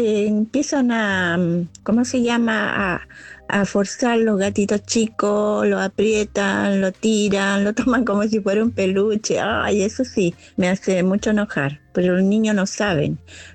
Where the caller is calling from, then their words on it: Chile; de Chile.